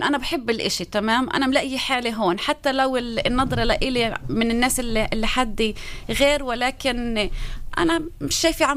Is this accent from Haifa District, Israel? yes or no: no; Sakhnin, Northern District, Israel